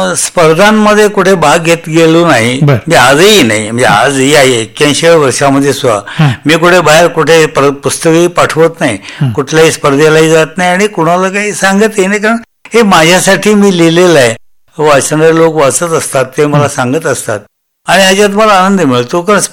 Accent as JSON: {"language": "Marathi", "area": "Kolhapur district", "region": "Maharashtra", "country": "India", "tie": "born or raised there", "said": "माझी जन्मभूमी कोल्हापूर जिल्हा."}